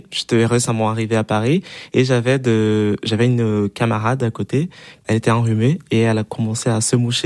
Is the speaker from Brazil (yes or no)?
yes; Brazil; French is a second language; c'est pour moi en tant que Brésilien, ça c'est un peu bizarre.